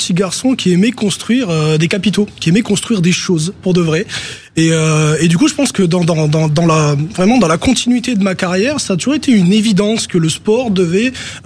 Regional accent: France

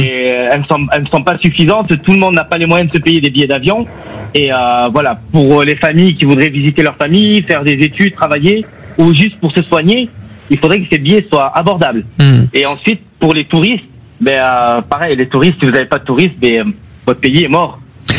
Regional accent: Corsica, France; déjà ces problématiques-là, je les ai vécues parce que je viens de Corse.

